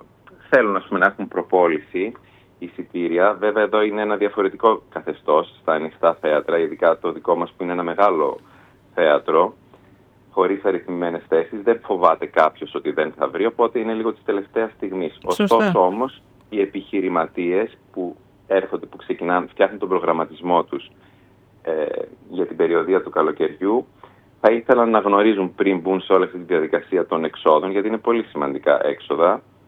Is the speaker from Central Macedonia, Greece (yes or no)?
yes; Afytos, Central Macedonia, Greece; εγώ που γεννήθηκα εδώ στην Άφητο